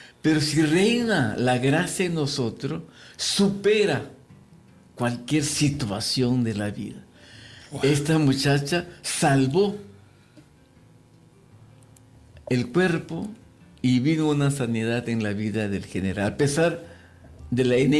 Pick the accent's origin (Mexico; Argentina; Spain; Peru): Mexico; Y digo esto por México, Padre, porque yo soy mexicano